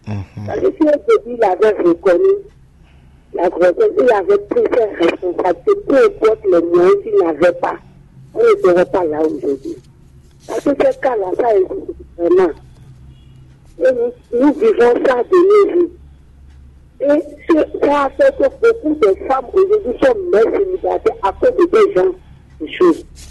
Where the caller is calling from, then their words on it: Canada; j'appelle depuis Canada.